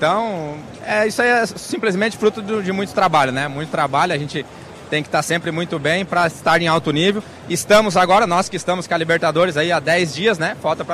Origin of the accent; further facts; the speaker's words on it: Joinville, Santa Catarina, Brazil; moved away as an adult; Cidade onde eu fui criado, né? Onde eu tive toda a minha infância